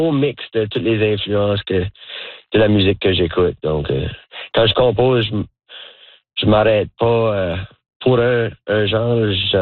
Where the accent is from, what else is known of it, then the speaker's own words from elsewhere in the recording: Nova Scotia, Canada; now in New Brunswick, Canada; Il suffit que j'ai grandi à Nouvelle-Écosse puis tout mon entourage était anglophone.